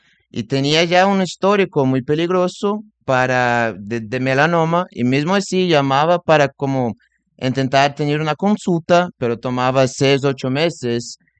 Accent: Brazil; Spanish is a second language; moved away as an adult; now in United States; puede mirar en mi acento, pero soy brasileño, hace 10 años que vivo en los Estados Unidos

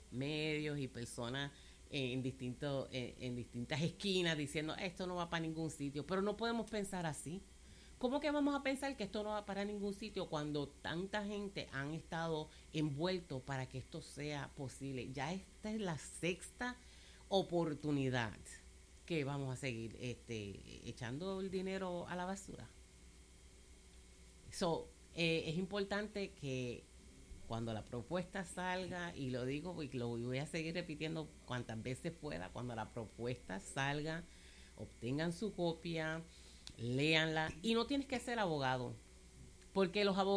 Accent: U.S. Virgin Islands; Pues ellos vienen acá a las Islas Vírgenes y nosotros no le podemos decir a ellos, tú no eres de aquí

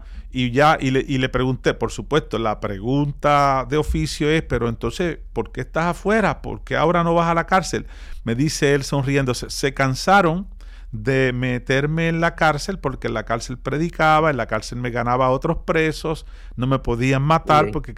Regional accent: Puerto Rico; Usted sabe cómo somos los puertorriqueños, que nos indignamos y cuando hacemos, canalizamos las cosas bien.

